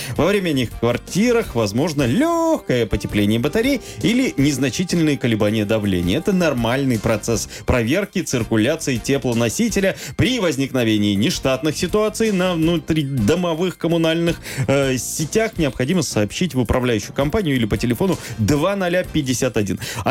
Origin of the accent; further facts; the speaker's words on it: Murmansk, Murmansk Oblast, Russia; я мурманчанин коренной и очень много лет здесь прожил.